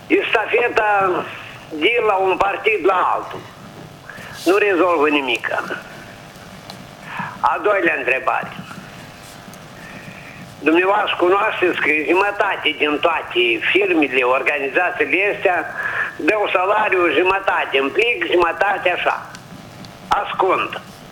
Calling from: Anenii Noi, Anenii Noi District, Moldova; de la Anini Noi.

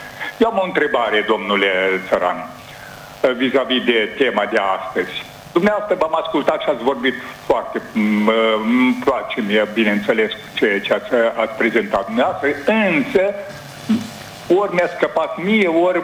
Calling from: Bahmut, Călărași District, Moldova; eu sunt din Bahmut, Călăraș

